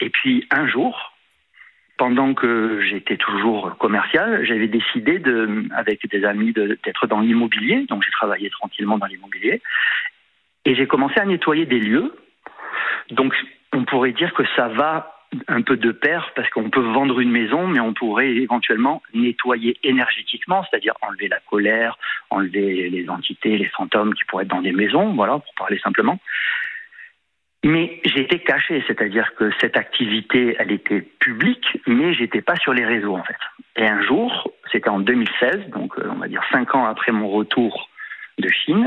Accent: Aix-en-Provence, Provence-Alpes-Côte d'Azur, France; De temps en temps, après moi je viens de Aix-en-Provence au départ.

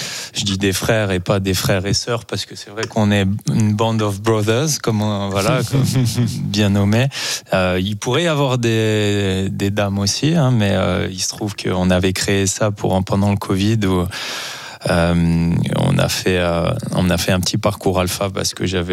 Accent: Auvergne-Rhône-Alpes, France; Frauges, donc, là où j'ai grandi, voilà, 38.

